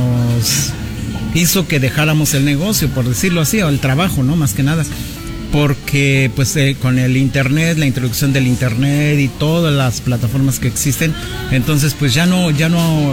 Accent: Nezahualcóyotl, State of Mexico, Mexico; moved away as an adult; now in San Bartolo Tutotepec, Mexico; Yo soy del Estado de México, de Ciudad Nezahualcóyotl. Yo llegué aquí a San Bartolo en 1990. Aquí llegué soltero.

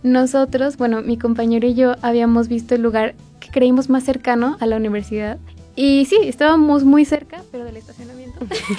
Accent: Mexico; Y como mexicano se nos salió un poquito el decir, sí nos la podemos saltar.

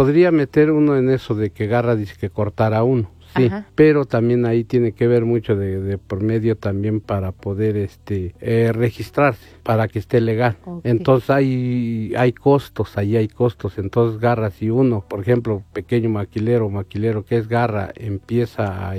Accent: Chicabasco, Hidalgo, Mexico; Vuelvo a repetir, vengo de la comunidad de Chicabasco. Saludos a la comunidad de Chicabasco y tanto como a la comunidad, o sea, de la ciudad de Actopan y todo.

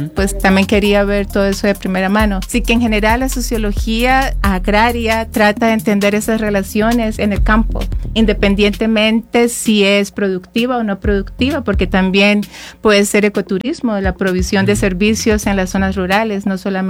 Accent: Colombia; como colombiana también sé

